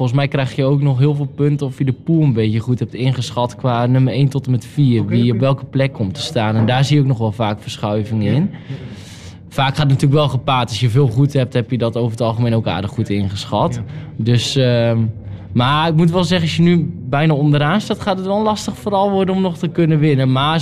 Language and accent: Dutch; Netherlands